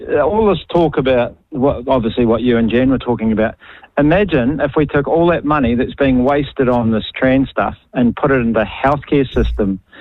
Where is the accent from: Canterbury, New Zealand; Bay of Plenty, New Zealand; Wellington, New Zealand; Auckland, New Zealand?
Auckland, New Zealand; Like, I grew up in South Auckland and, you know, the Māori thing, it's like, that's probably 1%.